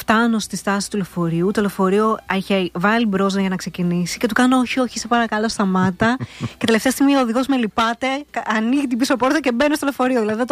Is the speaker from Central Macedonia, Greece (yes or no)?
no; Thasos, East Macedonia and Thrace, Greece; Η καταγωγή μου είναι από τη Θάσου.